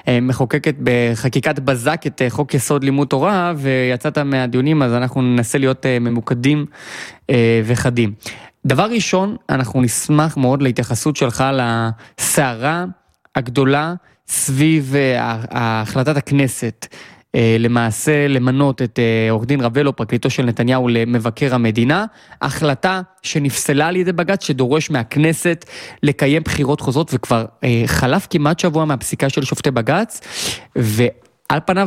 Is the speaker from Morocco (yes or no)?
yes; Tangier, Tanger-Tetouan-Al Hoceima, Morocco; אני מרוקאי, ספרדי, מטנג'יר. זה לא אלג'יר